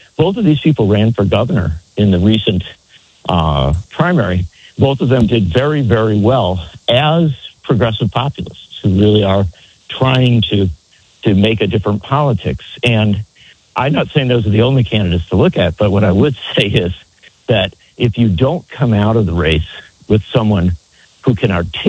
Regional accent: Wisconsin, United States; Michigan and Wisconsin, my home state

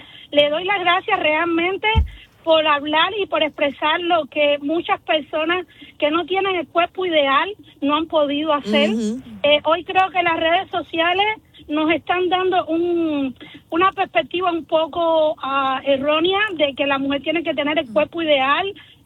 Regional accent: Cuba

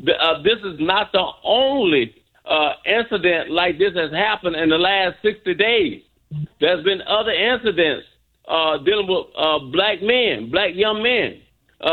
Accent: Pascagoula, Mississippi, United States; born there; moved away; being that I grew up somewhat in Mississippi, I know a lot about Mississippi. I was born in the Pascagoula area

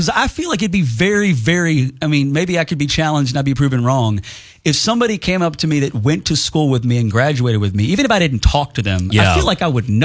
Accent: Kentucky, United States; I grew up in Bullitt County. It's where I live now, where my kids go to school.

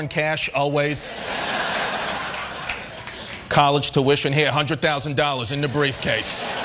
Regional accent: Brooklyn, New York, United States; I got off the East Coast. I went to England. I'm from Brooklyn. That was scary to me.

